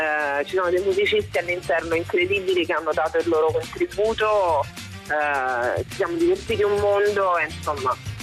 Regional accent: Rome, Lazio, Italy; io sono di Roma

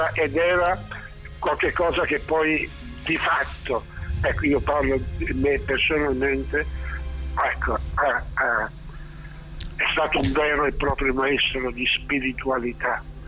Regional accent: Naples, Campania, Italy

